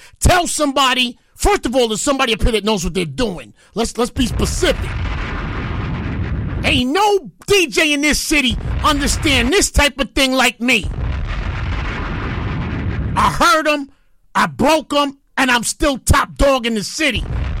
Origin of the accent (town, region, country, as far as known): New York City, New York, United States